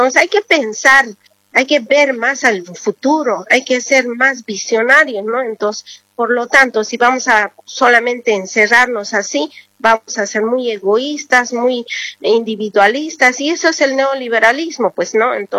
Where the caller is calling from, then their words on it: Yapacaní, Santa Cruz, Bolivia; Llamando de aquí, de Yafacaní.